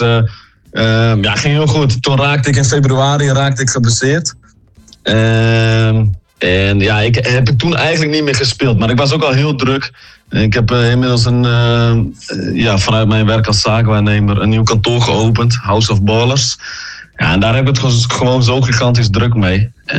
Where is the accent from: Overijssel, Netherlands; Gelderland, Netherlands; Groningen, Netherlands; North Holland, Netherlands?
Groningen, Netherlands; Ja, want ik ben een Groninger.